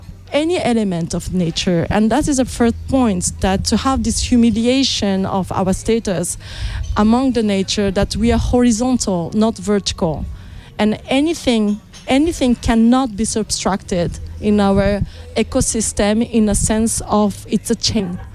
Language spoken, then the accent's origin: English; Japan; I'm from Japan